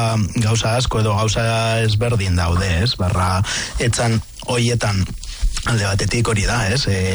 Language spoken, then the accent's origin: Basque; Pamplona, Navarre, Spain; ni txantrean gurasoen etxean bizi nintzenean, gurasoen etxe aurrean txikitatik ezagutu ditut Galzoroak, ez?